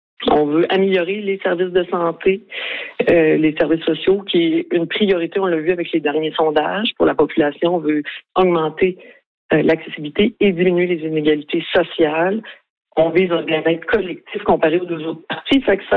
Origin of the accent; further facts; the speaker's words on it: Quebec, Canada; en tant que Québécois